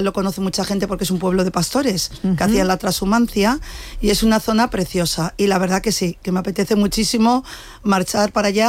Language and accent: Spanish; Salamanca, Castile and León, Spain; Porque yo vivía en Salamanca, de Salamanca de toda la vida.